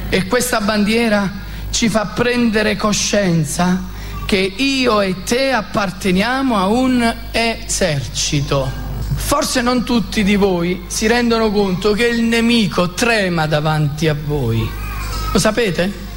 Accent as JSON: {"language": "Italian", "town": "Naples", "region": "Campania", "country": "Italy", "said": "Io sono napoletano"}